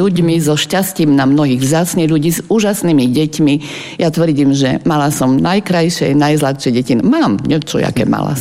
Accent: Prešov, Prešov Region, Slovakia; ja som Prešovčanka

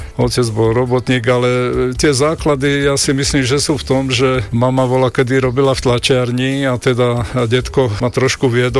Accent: Bratislava, Bratislava Region, Slovakia; Som vyrastal v Bratislave, až do prvej triedy som chodil na Zochovej. No a poznám ešte celé to Podhradie, jak bolo.

